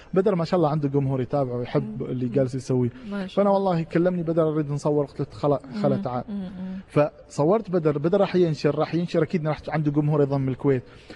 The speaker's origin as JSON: {"language": "Arabic", "country": "Oman"}